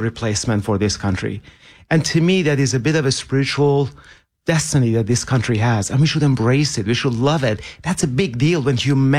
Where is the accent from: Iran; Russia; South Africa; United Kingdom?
Iran; English is a second language; now in United States; as a kid growing up in Iran in the 1980s when the eight-year war was going on with Iraq